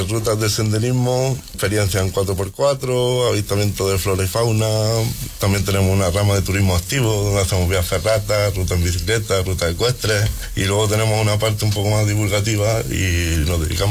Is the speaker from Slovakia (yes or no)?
no; Fonelas, Andalusia, Spain; moved away as an adult; also born or lived in Granada; yo soy de Fonela